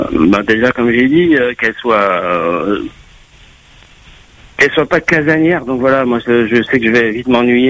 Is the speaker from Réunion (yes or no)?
yes; Le Port, Réunion; now in Metropolitan France; Hein. Je suis réunionnais, donc là, Je suis né, j'ai grandi à La Réunion, hein. Je suis portois.